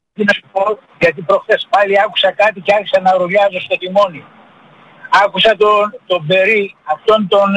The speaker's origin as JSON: {"language": "Greek", "town": "Thessaloniki", "region": "Central Macedonia", "country": "Greece", "tie": "born or raised there", "moved": "as an adult", "lives_now": "Neapoli, Laconia, Greece", "said": "Γεννήθηκα και μεγάλωσα στη Θεσσαλονίκη, είμαι Μακεδόνας μέχρι τα Μπούνια. Η τύχη με έριξε να είμαι νταλικέρι στην Αθήνα και να μένω να κατοικώ στη Νεάπολη Λακωνίας."}